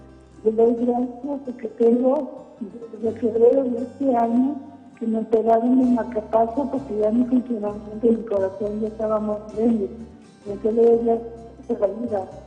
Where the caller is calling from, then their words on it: Mexico; tengo 73 años, soy mexicana